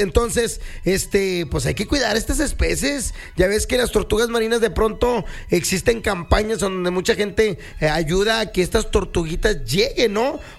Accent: Ciudad Juárez, Chihuahua, Mexico; No, yo no soy africano, nada, soy de aquí de Juárez.

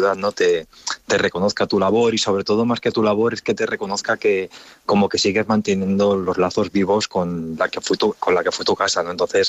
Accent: Valdepeñas, Castilla-La Mancha, Spain; moved away as an adult; now in Madrid, Spain; yo me fui ahora, justo este septiembre, ahora 20 años que me fui de Valdepeñas a Madrid a estudiar

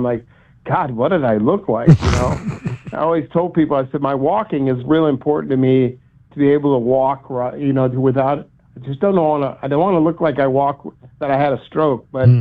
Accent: Tucson, Arizona, United States; I mean, I grew up in Tucson. I spent 60 years of my life in Tucson, Arizona. And I still look at Tucson as my home.

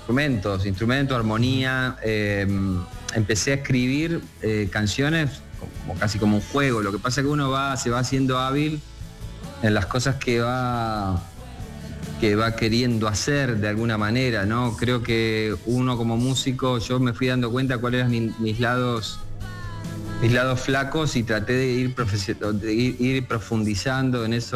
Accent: Argentina; born there; also born or lived in Rosario, Santa Fe / Concordia, Entre Ríos; yo también me crié en otra ciudad que se llama Concordia, nací en Rosario, me crié también por cuestiones familiares, entre Rosario y Concordia, que es una ciudad más pequeñita aún, pero sin haber viajado prácticamente y viviendo en una ciudad del interior de Argentina

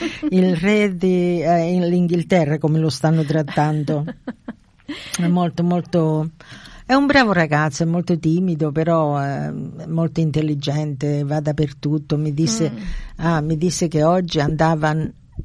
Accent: Sicily, Italy; moved away; quando abitavo io in Italia, quando mi sono cresciuta in Italia

